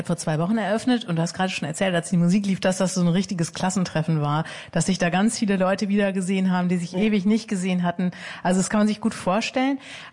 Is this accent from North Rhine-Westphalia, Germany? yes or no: no; Osnabrück, Lower Saxony, Germany; ich komme aus der Weltstadt Osnabrück